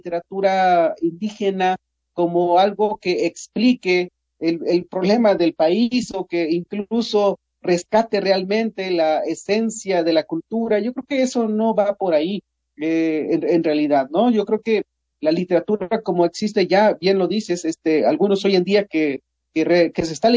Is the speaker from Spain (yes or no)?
no; Mexico